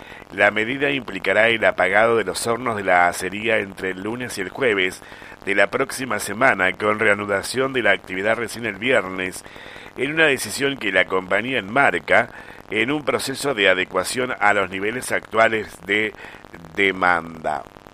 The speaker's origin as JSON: {"language": "Spanish", "town": "Melo", "region": "Córdoba", "country": "Argentina", "tie": "born there", "moved": "yes", "said": "vinimos de la escuela de Melo"}